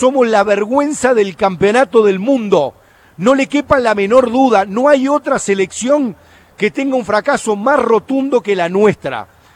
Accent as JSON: {"language": "Spanish", "country": "Uruguay", "said": "todos los uruguayos"}